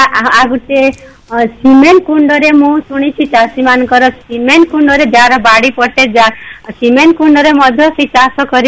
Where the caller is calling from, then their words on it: Bargarh, Odisha, India; ହଁ ମୁଁ ବରଗଡ଼ରୁ